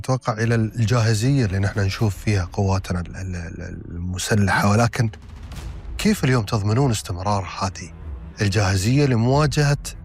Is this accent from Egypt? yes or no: no; United Arab Emirates; ومصدر فخر بالنسبة لنا بصراحة كإماراتيين